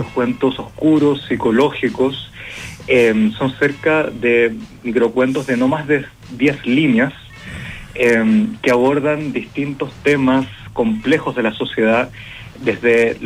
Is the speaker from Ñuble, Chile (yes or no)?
no; Antofagasta, Chile; Crecí en Antofagasta, soy antofagastino, estudié en Antofagasta básica y educación media. Y de verdad para mí es un honor volver a mi ciudad.